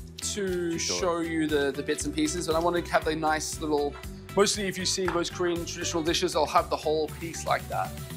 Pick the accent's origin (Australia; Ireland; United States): Australia; Because I come from Australia, And in Australia, we're quite a young country.